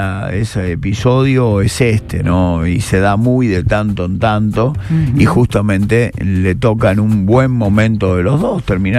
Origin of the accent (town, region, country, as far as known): Rosario, Santa Fe, Argentina